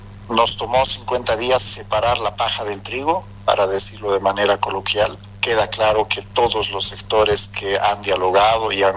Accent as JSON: {"language": "Spanish", "country": "Bolivia", "said": "como papás, como bolivianos, sabemos lo duro que ha sido para ellos."}